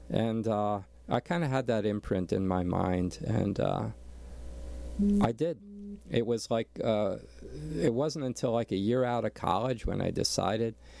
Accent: Allentown, Pennsylvania, United States; born there; moved away as an adult; also born or lived in San Francisco; I was born back in Allentown

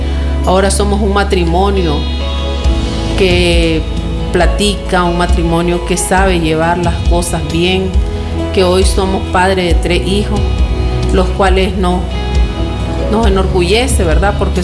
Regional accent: Tipitapa, Managua, Nicaragua; Somos de Tipitapa.

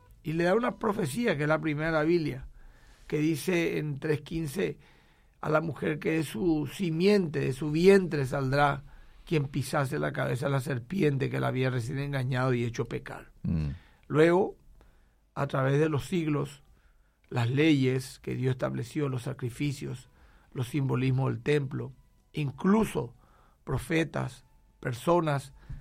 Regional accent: Asunción, Paraguay; desde el Mercado 4, te envió de mi zona, de mi barrio donde me crié.

